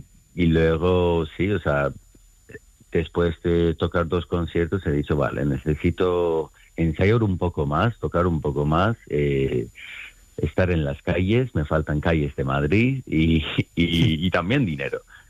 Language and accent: Spanish; Iran; Irán es como doble de España de grande, 90 millones de habitantes, muchas etnias, yo soy turco de Irán y mucha gente muy bonita, mucha cultura